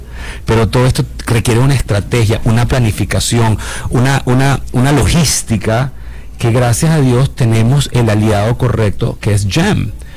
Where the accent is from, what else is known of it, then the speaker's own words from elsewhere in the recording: Venezuela; nosotros como venezolanos